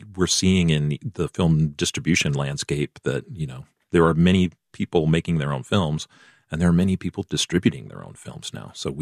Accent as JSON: {"language": "English", "region": "Iowa", "country": "United States", "moved": "yes", "lives_now": "North Carolina, United States", "said": "I come from Iowa"}